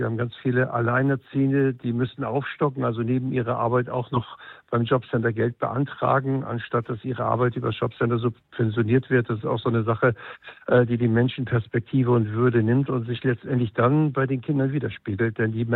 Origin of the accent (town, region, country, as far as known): Germany